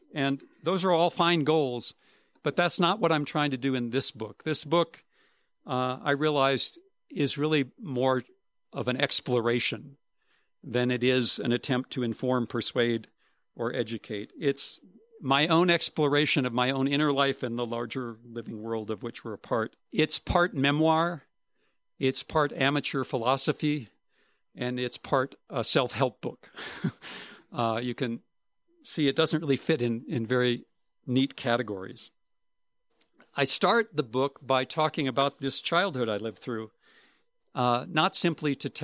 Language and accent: English; North Dakota, United States; I grew up in North Dakota.